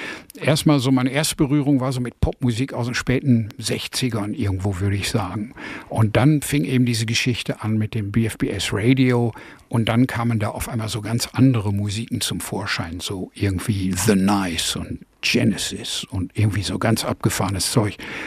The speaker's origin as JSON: {"language": "German", "region": "North Rhine-Westphalia", "country": "Germany", "tie": "born or raised there", "said": "ich bin im Ruhrgebiet groß geworden"}